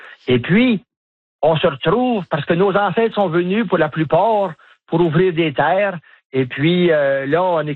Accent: Saint-Paul, Alberta, Canada; Mais moi, quand je vais, donc je viens de Saint-Paul, mais quand je suis en tournée, là, puis je vais de village en village, dans toutes les trois prairies de l'Ouest, là, vraiment, je me sens comme chez nous.

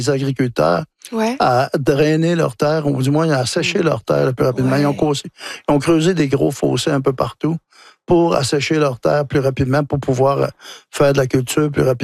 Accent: Wôlinak, Quebec, Canada; Chez nous, à Wolinac, la langue avait été éteinte.

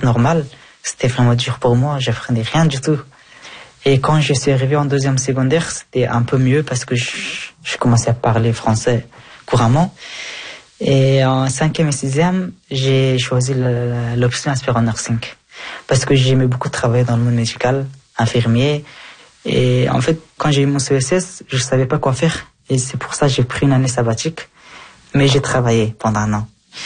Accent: Afghanistan; now in Belgium; Je ne suis plus afghan maintenant, je suis Belge.

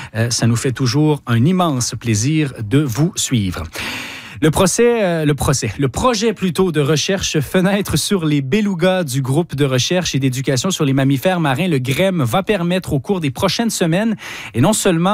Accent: Rimouski, Quebec, Canada; moved away; je suis originaire de Rimouski

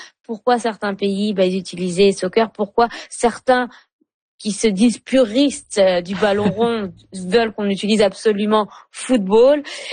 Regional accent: France; now in Canada; À mon accent, vous l'avez reconnu. Hein. Moi, j'ai grandi en France et j'ai plutôt grandi avec le mot football. Mais c'est vrai qu'ici, j'utilise plus le mot soccer.

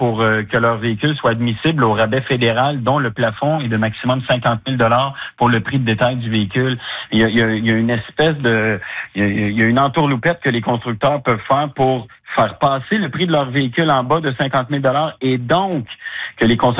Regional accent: Quebec, Canada; Chez nous, au Québec

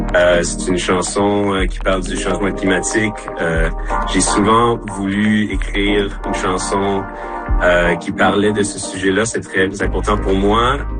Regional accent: Longueuil, Quebec, Canada; Ma famille, ils sont francs-assois de la Saskatchewan. Moi, j'ai grandi à Longueuil, mais j'ai une racine très forte en Saskatchewan.

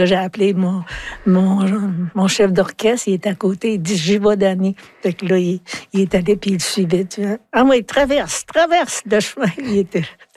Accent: Quebec, Canada

